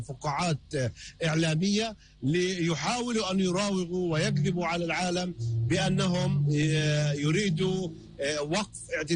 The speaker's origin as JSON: {"language": "Arabic", "country": "Palestine", "said": "كل هذه القضايا مهم أن نوثقها نحن كفلسطينيين"}